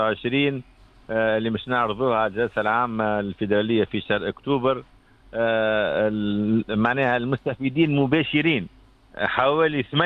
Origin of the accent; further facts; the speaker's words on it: Tunisia; احنا اليوم نفتخر بوطننا، نفتخر بالإيجابيات الموجودة في تونس